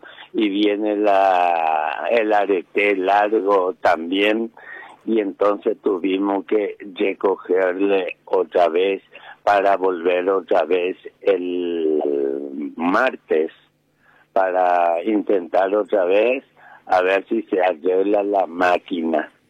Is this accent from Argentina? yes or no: no; Paraguay; uno como ciudadano paraguayo